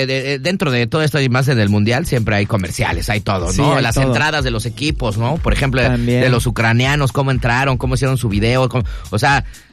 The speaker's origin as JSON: {"language": "Spanish", "country": "Mexico"}